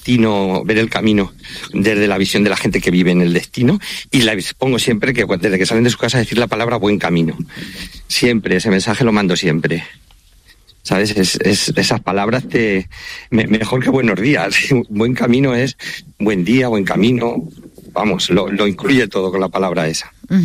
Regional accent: Santa Cruz de los Cáñamos, Castilla-La Mancha, Spain; accent: Manchego; now in Albacete, Spain

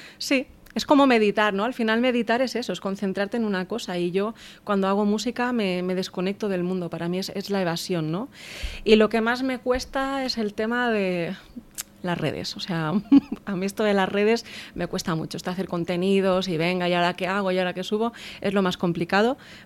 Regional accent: Balearic Islands, Spain; O sea, yo soy mallorquina, soy española y soy medio escocesa. O sea, para mí son 3 idiomas

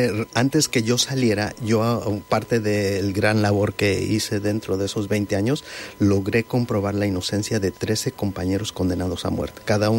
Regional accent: Mexico; born there; moved away; also born or lived in Chicago; yo nací en México, católico, apostólico. Cuando me llevan a Chicago

